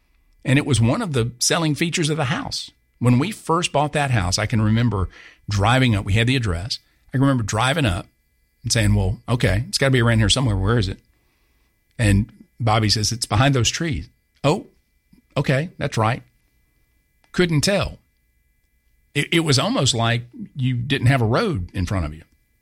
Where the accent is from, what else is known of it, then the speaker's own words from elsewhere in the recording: Augusta, Georgia, United States; But Augusta's my hometown.